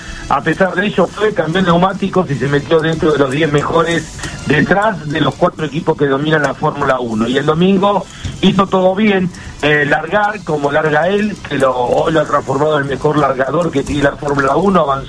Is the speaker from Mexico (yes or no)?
no; Argentina; nosotros somos así, pasionales, así somos los argentinos.